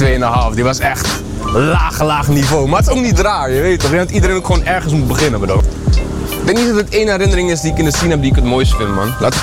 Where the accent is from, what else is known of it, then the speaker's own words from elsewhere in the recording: Waddinxveen, South Holland, Netherlands; also born or lived in Portugal; Ik kom eigenlijk uit Waddinxveen. Ik ben toen daar ook verhuisd. Toen zijn we naar Portugal gegaan.